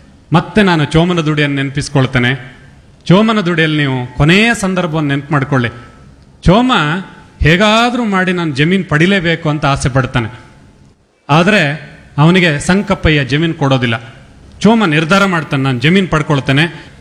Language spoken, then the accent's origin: Kannada; Mangaluru, Karnataka, India